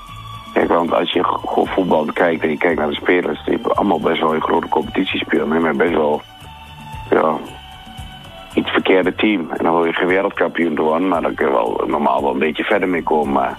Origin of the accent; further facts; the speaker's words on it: Netherlands; Maar ik ben wel een Nederlander.